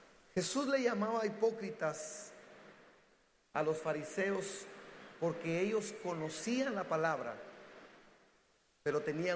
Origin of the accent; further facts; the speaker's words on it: Guatemala; Como latinos, como chapines, somos muy políticos, ¿verdad?